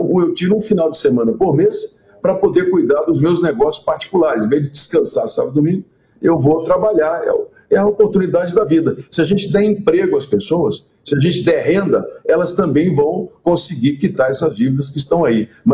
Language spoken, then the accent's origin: Portuguese; Brazil; eu carrego como brasileiro